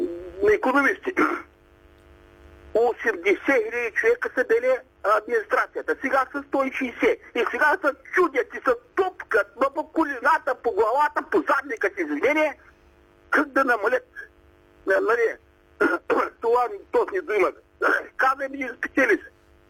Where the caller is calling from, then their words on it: Sliven Province, Bulgaria; Аз съм тук от Сливинска район, се обаждам.